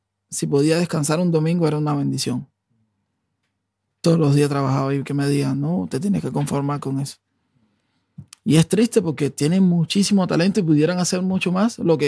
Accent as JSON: {"language": "Spanish", "region": "Pinar del Río", "country": "Cuba", "said": "Soy de Pinar del Río."}